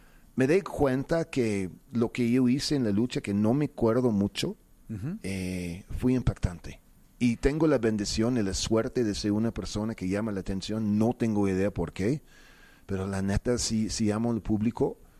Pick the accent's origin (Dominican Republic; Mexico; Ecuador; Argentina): Mexico; Mexico City; Soy chilango con acento, pues yo qué hago, ¿no?